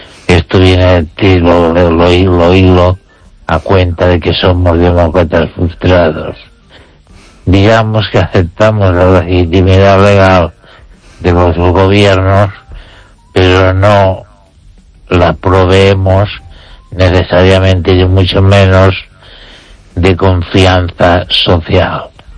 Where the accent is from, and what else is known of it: Spain